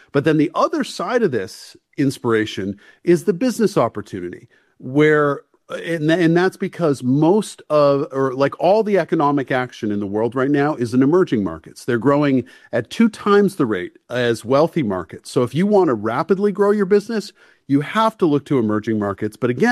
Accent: New England, United States; accent: New England; So, you know, wicked, I like the word wicked because I'm from New England.

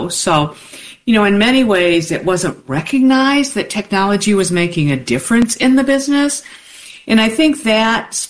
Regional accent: Detroit, Michigan, United States; and I live in Detroit, you know, born and raised in Detroit.

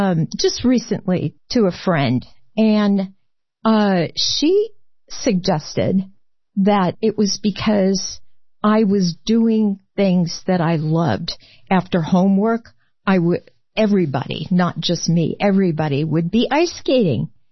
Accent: Michigan, United States; it was my hometown in Michigan.

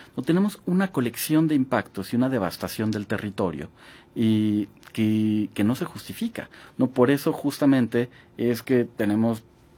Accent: Mexico; Imaginemos que cada mexicano, de los más de 120 millones que somos, cada mexicano tuviera que poner una pipa y media de 10.000 litros cada

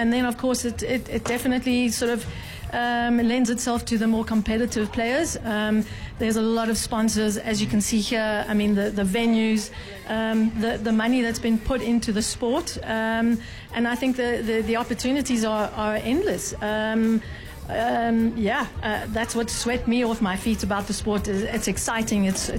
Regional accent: Cape Town, Western Cape, South Africa; Okay, so obviously I'm from Cape Town. Not too many Cape Townians made the event

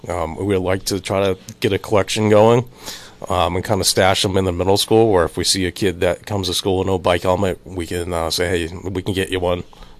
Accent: East Putnam, Connecticut, United States; No, I grew up in East Putnam, so I took the bus.

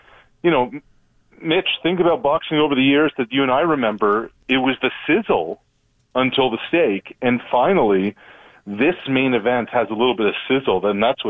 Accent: Truro, Nova Scotia, Canada; moved away; Turo, Nova Scotia, my hometown.

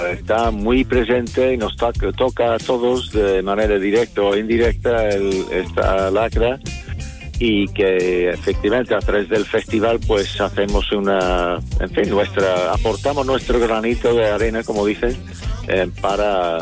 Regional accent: Liverpool, North West England, United Kingdom; Spanish is a second language; moved away as an adult; now in Valencina de la Concepción, Spain; Mi país de origen es el Reino Unido, yo soy de Liverpool.

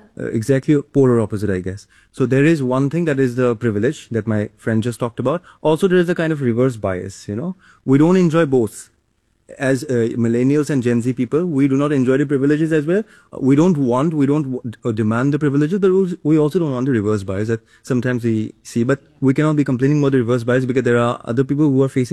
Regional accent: Guwahati, Assam, India; from Assam, Guwahati.

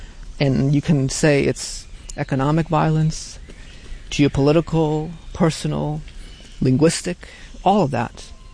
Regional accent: Hartford, Connecticut, United States; when I was a little boy growing up in Hartford, on Sundays we would go to the Baptist church.

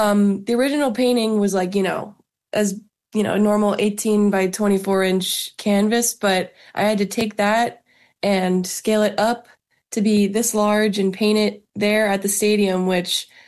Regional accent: Pennsylvania, United States; I grew up in the Philly suburbs. So always been a Phillies fan.

